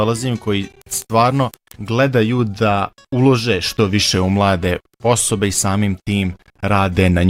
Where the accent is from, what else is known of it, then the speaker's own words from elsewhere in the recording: Bihać, Federation of Bosnia and Herzegovina, Bosnia & Herzegovina; evo ja sam inače iz Bihaća, dakle, kao neko iz Krajine mogu reći da imamo poprilično puno problema što se tiče dostupnosti prilika u Krajini.